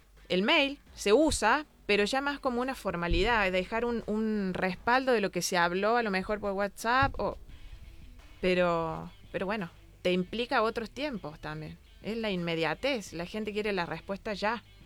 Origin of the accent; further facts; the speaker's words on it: Argentina; vengo de Argentina.